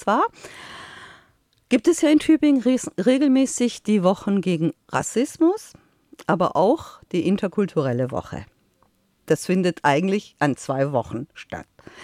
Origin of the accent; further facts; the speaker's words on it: Iran; also uns hat, also mir persönlich als Iranerin hat die Anteilnahme sehr gefehlt.